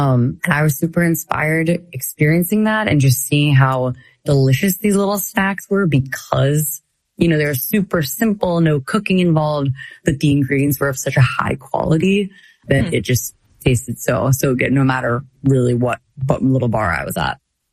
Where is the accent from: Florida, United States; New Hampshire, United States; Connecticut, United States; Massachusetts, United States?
New Hampshire, United States; So I'm from New Hampshire originally.